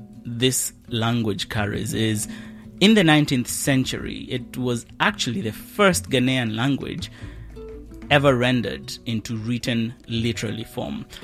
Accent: Kenya; moved away; my schooling back in Kenya

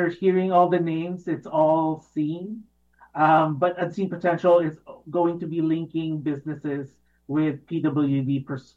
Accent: Richmond, British Columbia, Canada; I grew up in Richmond.

